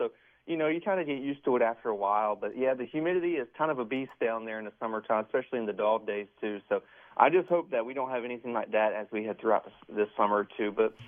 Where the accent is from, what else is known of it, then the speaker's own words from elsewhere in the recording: Florence, South Carolina, United States; moved away; my hometown Florence, it's situated in a spot where I don't want to say a sweet spot. It's not really a sweet spot, but basically it's far enough from the coast where we really don't get